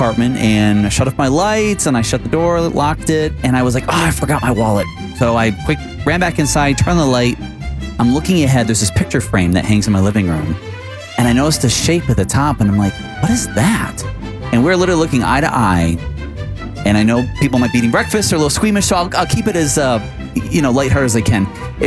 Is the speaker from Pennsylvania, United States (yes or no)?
no; Michigan, United States; now in Tucson, United States; I grew up in Michigan.